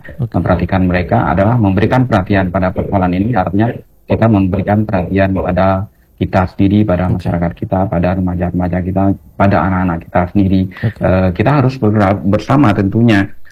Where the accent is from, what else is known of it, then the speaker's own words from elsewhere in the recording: Aceh, Indonesia; masyarakat kita Aceh